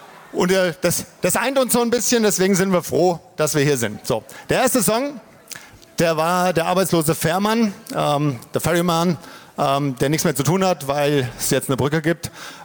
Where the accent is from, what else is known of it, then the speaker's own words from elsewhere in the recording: Germany; wir kommen aus dem Mittelgebirge, was von hier aus einigermaßen südlich liegt. Aus der Rhön.